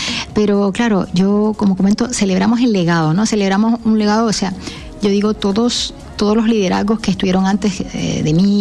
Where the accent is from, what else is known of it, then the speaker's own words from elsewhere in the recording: Canary Islands, Spain; now in Chile; sabes que yo soy de las Islas Canarias, en España